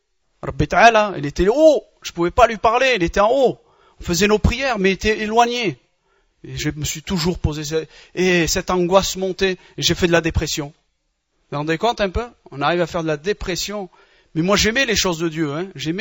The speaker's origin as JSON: {"language": "French", "region": "Batna Province", "country": "Algeria", "said": "Je suis algérien, de mère algérienne et de père algérien, des Aurès, pour ceux qui connaissent, qui sont des... Je suis un berbère, un chaoui, des Aurès là-bas du côté de Betna et tout ça là-bas."}